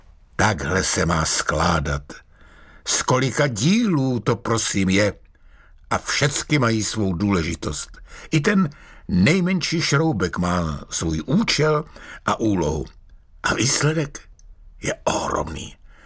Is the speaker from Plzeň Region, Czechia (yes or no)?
no; Smiřice, Hradec Králové Region, Czechia; A také jsem na ní jako kluk jezdíval, protože u nás ve Smiřicích vedla dlouhá vlečka z lihovaru na nádraží.